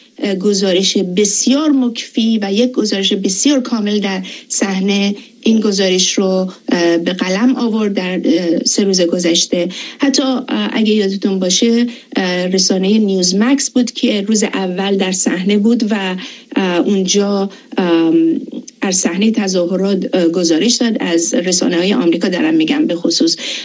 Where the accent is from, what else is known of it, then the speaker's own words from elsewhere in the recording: Iran; به عنوان یک ایرانی